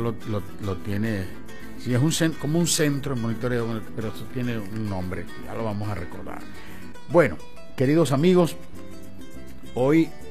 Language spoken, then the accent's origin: Spanish; Venezuela; así somos los venezolanos